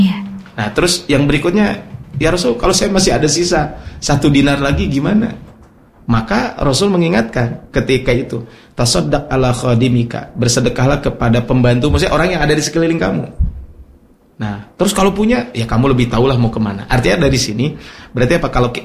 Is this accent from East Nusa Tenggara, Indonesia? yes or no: no; Ciparay, West Java, Indonesia; Karena saya orang Ciparai juga.